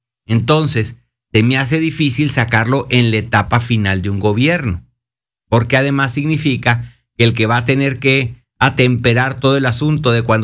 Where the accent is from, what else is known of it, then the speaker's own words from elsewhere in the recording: Mexico; estamos en la pelea como mexicanos